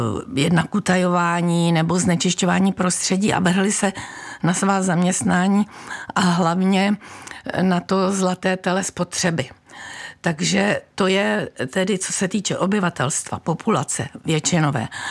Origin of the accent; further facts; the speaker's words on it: Prague, Czechia; Všimla jsem si jako Pražačka, bydlela jsem na Vinohradech